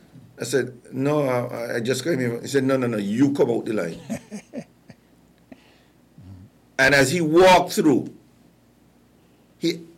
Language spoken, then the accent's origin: English; St. Kitts & Nevis; moved away; also born or lived in Canada